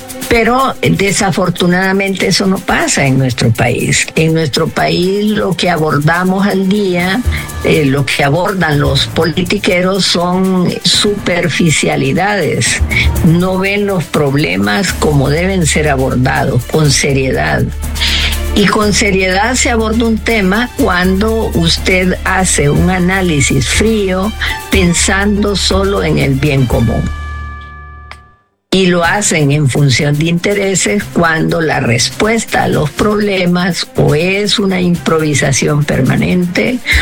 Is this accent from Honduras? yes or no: yes; Honduras